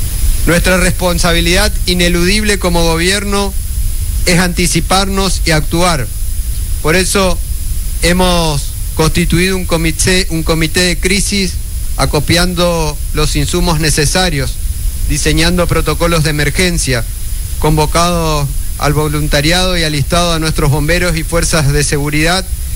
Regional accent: Corrientes, Argentina; Todos somos correntinos y todos somos argentinos.

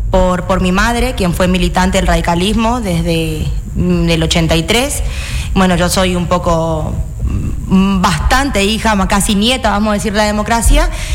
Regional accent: General San Martín, Chaco, Argentina; Yo soy nacida en General San Martín, terminamos la secundaria, siempre cuento, tengo una hermana melliza, por eso hablo en plural. Terminamos la escuela secundaria y vinimos a vivir a Resistencia.

